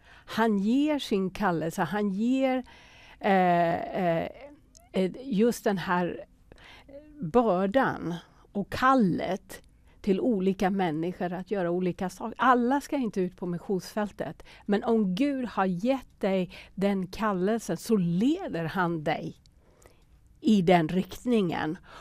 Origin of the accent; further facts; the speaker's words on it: Södertälje, Stockholm County, Sweden; Jag kommer ju från Södertälje då, som är söder om Stockholm.